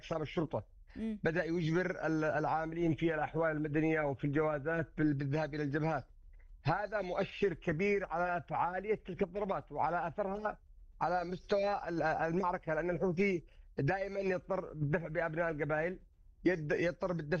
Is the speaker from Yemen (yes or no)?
yes; Yemen